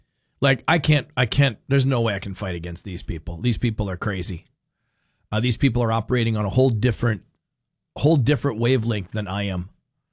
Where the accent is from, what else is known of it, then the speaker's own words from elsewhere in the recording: Minnesota, United States; As dumb as I've felt as a Minnesotan